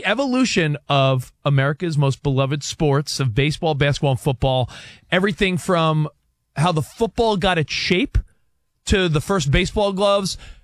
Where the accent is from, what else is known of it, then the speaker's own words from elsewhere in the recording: New York, United States; Like the Daily, we grew up in New York, the Daily News and Newsday